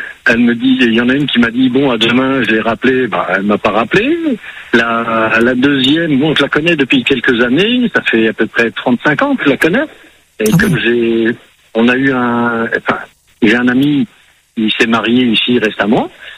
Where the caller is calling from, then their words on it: Belgium; Je suis, à l'heure actuelle, je vis en Belgique. J'ai une petite maison dans le centre de la France.